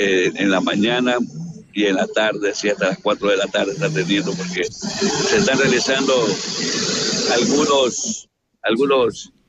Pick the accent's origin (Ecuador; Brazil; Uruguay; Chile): Ecuador